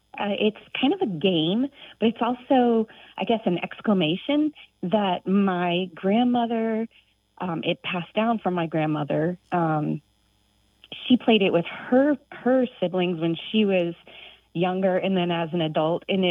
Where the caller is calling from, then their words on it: Tallahassee, Florida, United States; Hi, Grant. … I'm calling from Tallahassee, Florida.